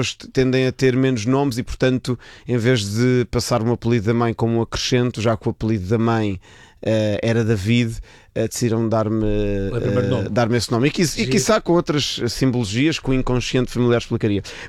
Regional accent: Lisbon, Portugal; born there; na biografia da Bodeira de Cante não estava que eu nasci em Lisboa, porque para mim é autoevidente, bolas, eu sou português, portanto

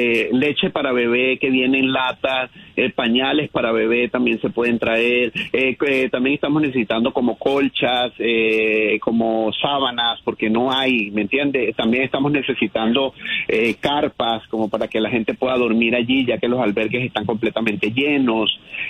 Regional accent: Venezuela; now in Los Angeles, United States; Sí, soy venezolano. Afortunadamente soy del occidente

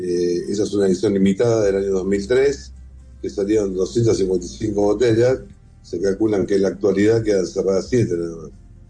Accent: Argentina

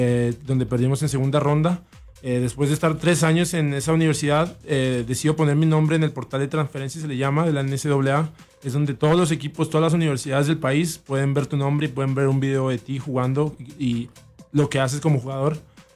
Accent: Camargo, Chihuahua, Mexico; moved away as an adult; also born or lived in Ciudad Juárez, Mexico; Soy jugador de básquetbol. Soy un chihuahuense. Nací en Juárez, criado en Camargo.

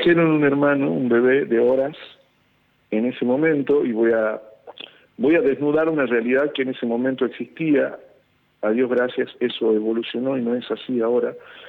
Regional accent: Tucumán, Argentina; also born or lived in Salta; nací en Salta y me crié en Tucumán

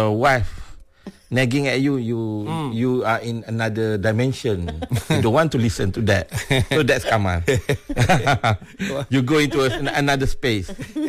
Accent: Malaysia; We are Malaysian, we have to respect each other.

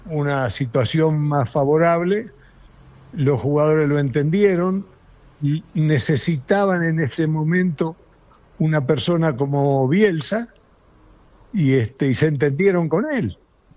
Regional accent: Uruguay; Los uruguayos no somos como los chilenos, ni somos como los argentinos siquiera, que estamos ahí enfrente. Los uruguayos también somos un poco metidos para adentro.

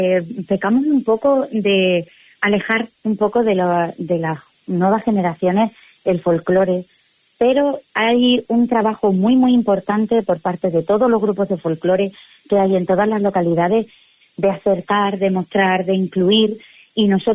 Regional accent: Extremadura, Spain; nuestra herencia como extremeños

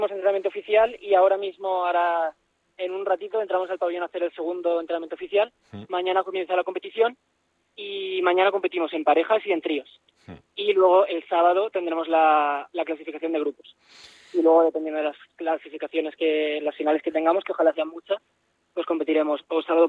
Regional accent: Sueca, Valencian Community, Spain; now in Burjassot, Spain; Yo soy de Soga, pero yo vivo en Burjasot.

